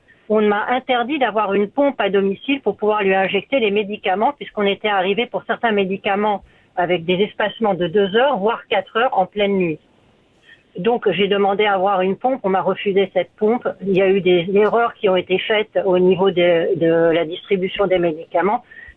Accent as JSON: {"language": "French", "country": "France", "accent": "French", "moved": "yes", "lives_now": "Pointe-Claire, Canada", "said": "je suis d'origine française, comme ça se reconnaît au niveau de mon accent"}